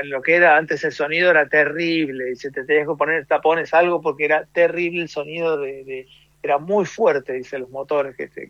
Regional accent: Buenos Aires, Argentina; moved away; somos de Buenos Aires originalmente.

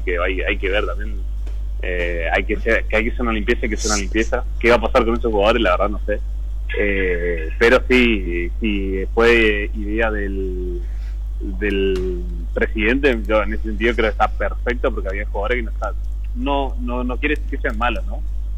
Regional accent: Puerto Iguazú, Misiones, Argentina; De Iguazú, sí, yo, bueno, porque soy de Iguazú, sí.

